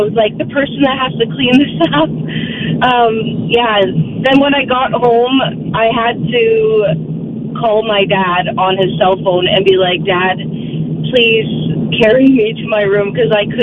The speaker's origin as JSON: {"language": "English", "town": "Calgary", "region": "Alberta", "country": "Canada", "tie": "born or raised there", "said": "I grew up in Calgary, so yeah. Stampede, I always went to."}